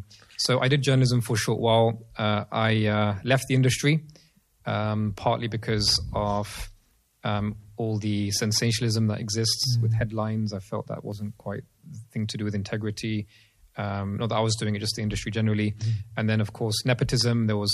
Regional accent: London, United Kingdom; born and raised in London, always been in London. The only exception to that was a short period of time in Mauritania, just studying a little bit of Arabic

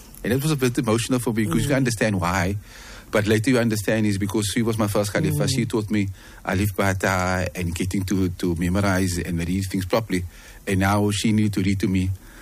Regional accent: Mitchell's Plain, Western Cape, South Africa; I'm from Mitchell's Plain, specifically Beacon Valley. I done my primary school at Beacon View Primary

